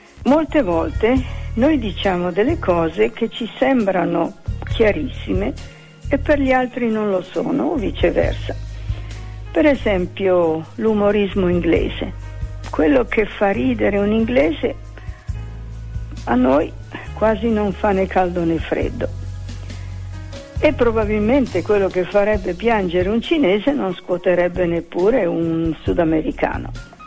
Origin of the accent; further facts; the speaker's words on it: Trentino-Alto Adige, Italy; moved away; al mio paese dicono che se si rischiara di notte è come un asino che va di trotto. Se volete ve lo dico pure in Trentino